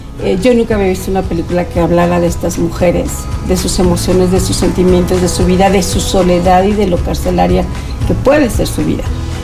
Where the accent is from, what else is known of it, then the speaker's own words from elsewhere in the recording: Querétaro, Mexico; Cuando saben que somos queretanos, ya no salimos.